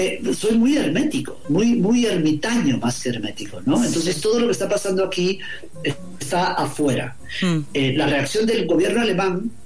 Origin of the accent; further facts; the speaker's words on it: Guatemala; moved away; Mis guatemaltecos, yo, sí, soy guatemalteco, claro, somos guatemaltecos